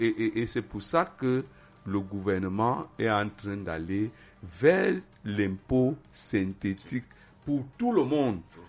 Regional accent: Cameroon; on est Camerounais

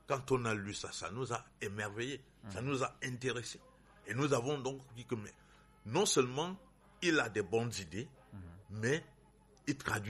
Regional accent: Bangourain, West, Cameroon; also born or lived in Foumban; Moi je suis de Bangourin et de Fumbal.

